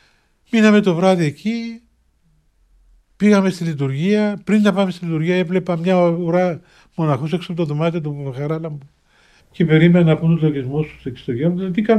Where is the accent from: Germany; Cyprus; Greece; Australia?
Cyprus; λέω από την Κύπρο γέροντα. Α, από την Κύπρο, λέει. Λέω, ναι, από την Κύπρο.